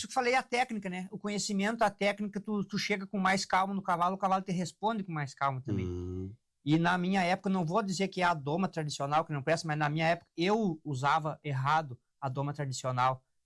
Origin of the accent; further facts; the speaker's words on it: Barros Cassal, Rio Grande do Sul, Brazil; now in Soledade, Brazil; ele era de Barros Cassal, eu sou de Barros Cassal, e ele de Soledade